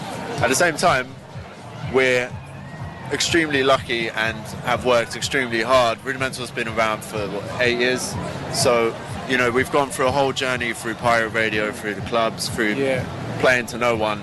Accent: London, United Kingdom; We're from Nassau. We played football here. You know, we grew up here.

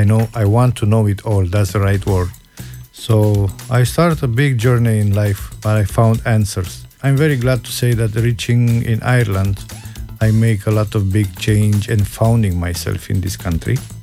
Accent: Romania; English is a second language; moved away as an adult; I'm from Romania. I used to leave the country long time ago, like more than 17 years ago.

